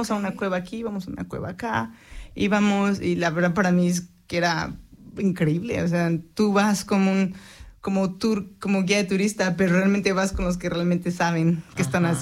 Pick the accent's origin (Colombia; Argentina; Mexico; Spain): Mexico; Mexico City; Yo vengo de la Ciudad de México.